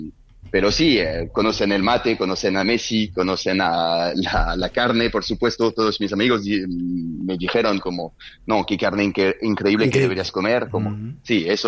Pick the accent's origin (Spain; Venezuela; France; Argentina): France; Lyon, Auvergne-Rhône-Alpes; No, de Lyon.